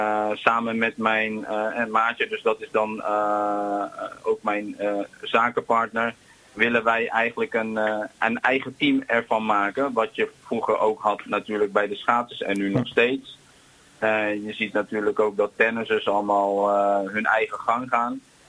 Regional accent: Gouda, South Holland, Netherlands; Geboren en getogen in Gouda

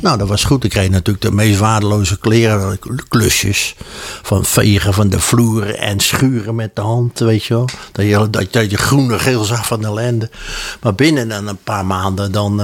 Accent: Alphen aan den Rijn, South Holland, Netherlands; born there; Al van de Rijn.

